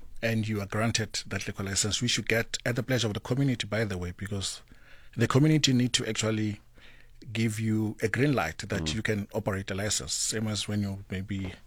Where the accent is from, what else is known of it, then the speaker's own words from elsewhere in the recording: South Africa; now in Gauteng, South Africa; I'm actually from Tulamashi, born of a factory worker, and my mother is a street vendor. I just happened to be in Gauteng, and my English just got to be polished a bit